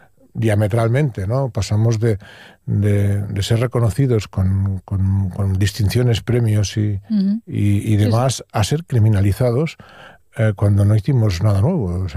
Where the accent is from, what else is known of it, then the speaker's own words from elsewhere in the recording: Catalonia, Spain; en mi tierra, en Cataluña